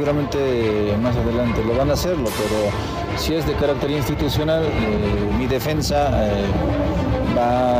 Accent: Bolivia; Yo voy a defenderme como ciudadano boliviano y también como autoridad.

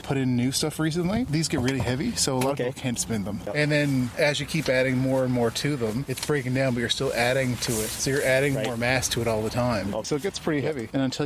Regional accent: St. John's, Newfoundland and Labrador, Canada; I grew up in St. John's

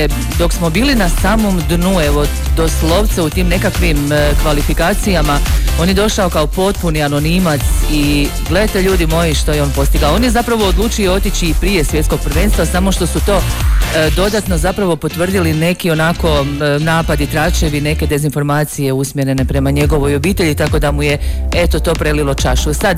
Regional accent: Croatia

